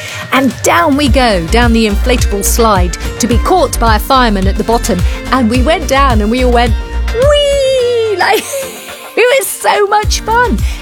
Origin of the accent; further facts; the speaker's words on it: South West England, United Kingdom; And I come from the West Country, so I did lots of extra bits and bobs on Casualty.